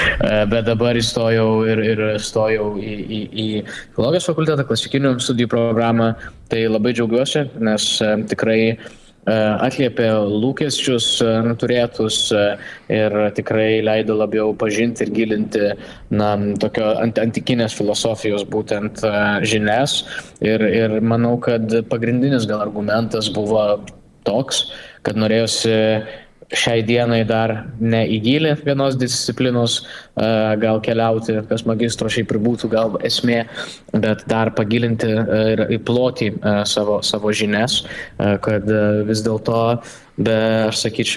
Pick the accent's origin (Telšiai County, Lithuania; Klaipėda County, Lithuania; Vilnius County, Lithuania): Vilnius County, Lithuania; Vilnius; Aš vilnietis esu